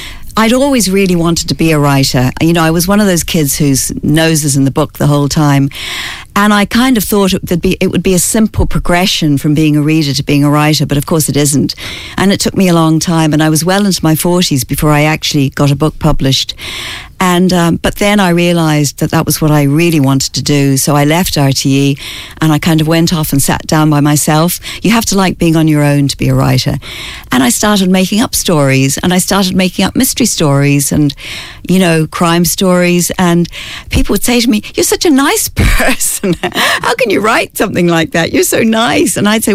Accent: New Zealand; born there; I was born in New Zealand. My parents had emigrated there in 1947.

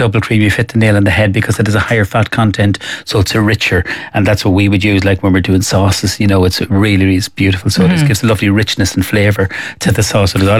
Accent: County Cavan, Ireland; I know we're from Cavan

